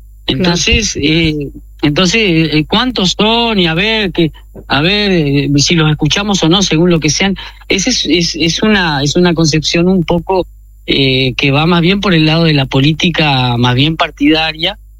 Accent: Mercedes, Soriano, Uruguay; born there; now in Montevideo, Uruguay; yo soy del interior, yo soy nacido en Mercedes, a orillas del río Jum, ¿no? Del río Negro. Amo el interior

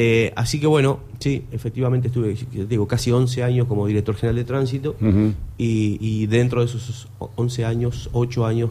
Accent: Sauce, Canelones, Uruguay; Yo soy de Canelones. Vivo a una cuadra de los José Artigas.

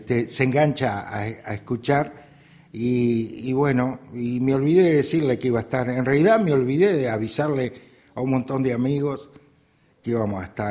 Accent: Fray Bentos, Río Negro, Uruguay; primero como frayventino y después como uruguayo, ¿no? O primero como uruguayo y después como frayventino.

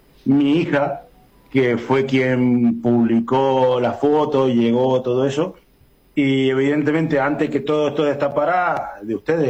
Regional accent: Mendoza, Argentina; now in Spain; Sí, soy argentino, mendocino, hincha de Gimnasia de Grima Mendoza, por si no lo sabéis, y de River. Por datos que me habéis pedido, no me habéis pedido, pero yo lo doy. Vine en el año 2000, vinimos los cuatro

